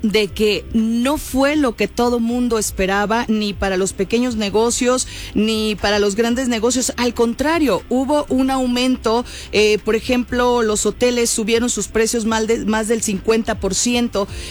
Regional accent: Mexico; y como buenos mexicanos soñamos demasiado, ¿no? En este mundial.

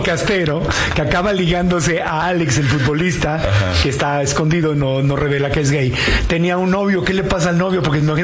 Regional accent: Tijuana, Baja California, Mexico; Yo soy de Tijuana y no vivo en la Condesa

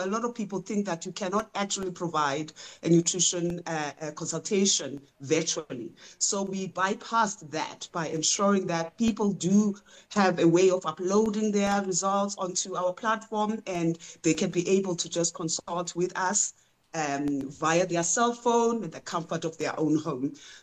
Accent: Eastern Cape, South Africa; for example, myself, I'm closer from the Eastern Cape. Umngqusho is part of what I eat.

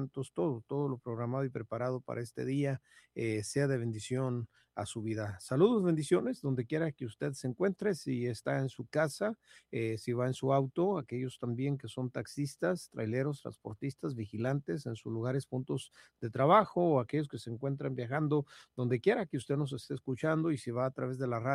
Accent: Mexico

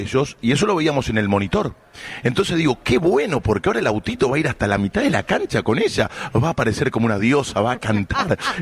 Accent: Mexico; No, no le puedo decir, vos no, porque yo soy mexicano.

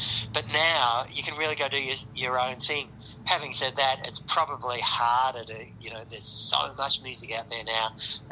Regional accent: Australia; moved away as an adult

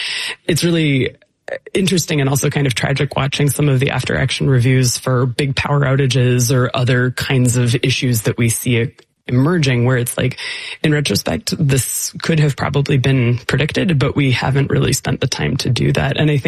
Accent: United States; But it's really funny for me as an American

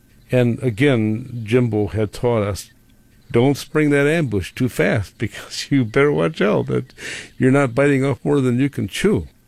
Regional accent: Wisconsin, United States; I'm trying to tell this guy that I am from Wisconsin, and I have three children in our family.

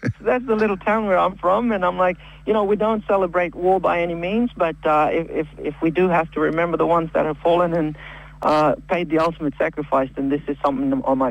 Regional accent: Morobe, Papua New Guinea; that was the very same province where I am from as well.

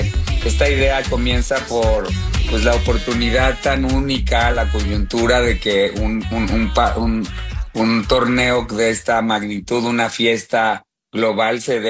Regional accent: Mexico; para celebrar juntos en esta oportunidad épica de hacerlo aquí y como los mexicanos lo sabemos hacer, ¿no?

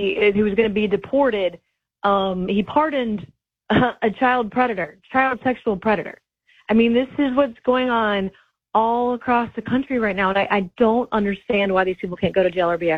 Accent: South Carolina, United States; And my home state of South Carolina has become a pedophile paradise, mostly because of plea deals like this.

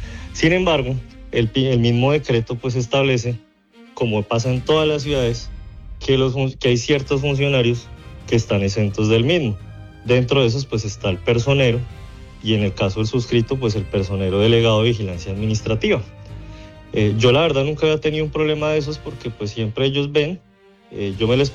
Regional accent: Bogotá, Colombia; now in Ibagué, Colombia; Y pues la verdad, yo te cuento, yo no soy de Ibagué, yo soy de Bogotá.

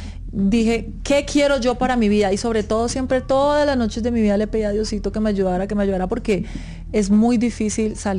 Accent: Ibagué, Tolima, Colombia; pero se crió en Ibagué, de donde yo soy, es mi tierra.

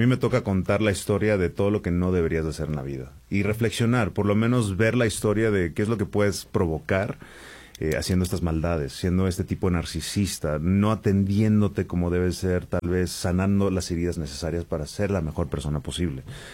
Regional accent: San Miguel de Allende, Guanajuato, Mexico; Yo soy de San Miguel de Allende, de Guanajuato

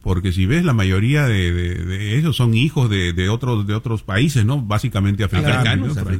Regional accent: Mexico; yo he crecido aquí, no nací, pero he crecido en México, entonces yo, mi país es México, ¿no? Entonces, siento que yo soy mexicano

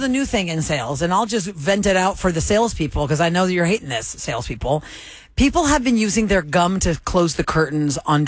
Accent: Houston, Texas, United States; No, the one that I grew up near in Sharpstown was right there, Kevin, where now it's a bunch of food retail.

